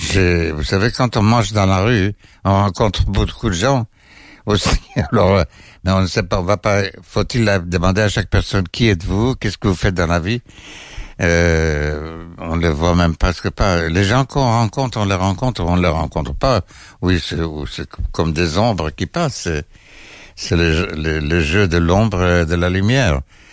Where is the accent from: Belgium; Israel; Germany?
Israel; Haifa, Haifa District; moved away; Depuis Haïfa, oui. Enfin, Haïfa, c'est ma ville natale